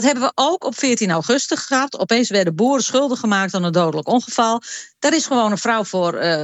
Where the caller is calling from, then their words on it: Netherlands; Wanneer staan wij als Nederlanders nu eens op?